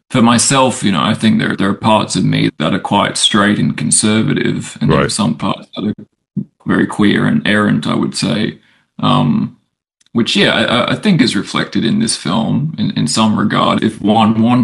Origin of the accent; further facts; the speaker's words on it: Brisbane, Queensland, Australia; I'm from Brisbane. I visit Melbourne from time to time.